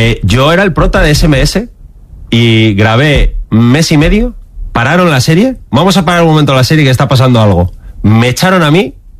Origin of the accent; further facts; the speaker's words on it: León, Castile and León, Spain; mi padre es de un pueblo de León, mi madre es de Astorga, mi padre es de un pueblo que se llama Hospital de Órbigo y hemos vivido siempre en León, ¿no? Pero yo en mi pueblo paso los veranos, navidades